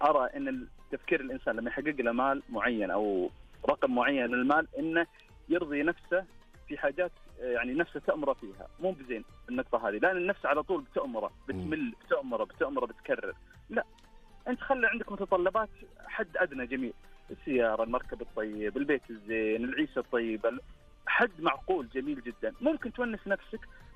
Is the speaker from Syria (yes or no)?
no; Asir, Saudi Arabia; now in Riyadh, Saudi Arabia; انا ديرتي السودة